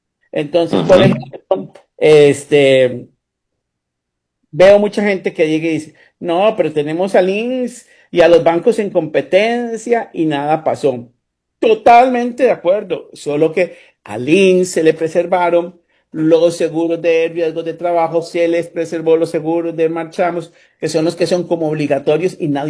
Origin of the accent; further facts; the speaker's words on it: Costa Rica; Eso para mí es muy preocupante como ciudadano costarricense